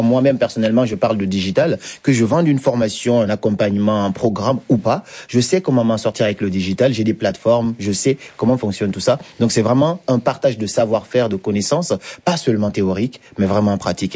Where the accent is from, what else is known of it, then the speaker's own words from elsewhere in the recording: Guinea; born there; je me sens 100% africain, donc je me limite pas à un seul pays. Je suis originaire de la Guinée, très fier de venir de là.